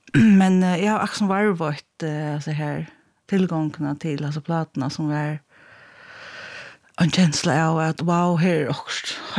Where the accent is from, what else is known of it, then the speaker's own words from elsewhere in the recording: Klaksvík, Faroe Islands; jeg er oppvaksen i Klaksvøk